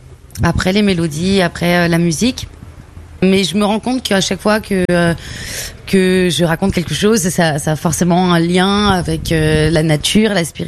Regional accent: Brittany, France; born there; moved away; also born or lived in Réunion; je suis le fruit du métissage. Ma mère est brésilienne, je suis née en Bretagne.

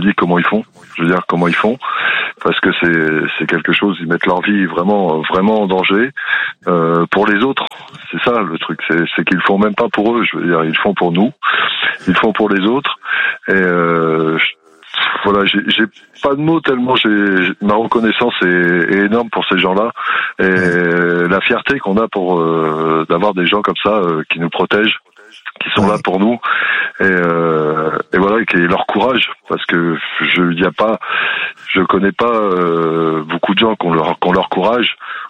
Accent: Auvergne-Rhône-Alpes, France; Je suis en Charente, mais je suis du Cantal à la base, mais je suis en Charente.

